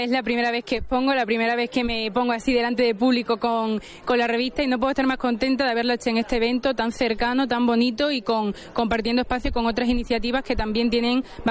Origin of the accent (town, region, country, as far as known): Extremadura, Spain; now in Madrid, Spain